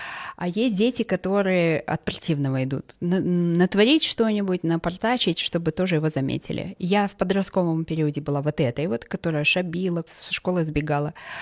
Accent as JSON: {"language": "Russian", "town": "Zhanaarka", "region": "Karaganda Region", "country": "Kazakhstan", "tie": "born or raised there", "said": "Мы из Жанарки, с Карагандинской области. Это даже Джасказганская область. Мы из маленького поселка."}